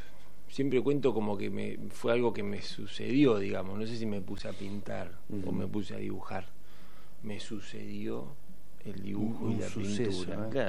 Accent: Laprida, Buenos Aires Province, Argentina; moved away; Yo soy de La Prida, de un pueblo chiquitito.

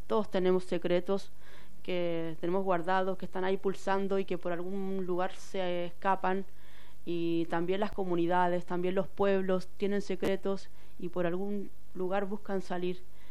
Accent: Chile; yo vengo de Chile. Chile es un país que tiene muchos terremotos, muchos temblores todo el tiempo

